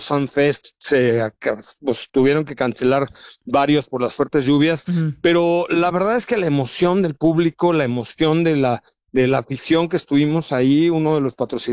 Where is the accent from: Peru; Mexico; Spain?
Mexico; Yucatán; mi cabeza no entraba porque soy yucateco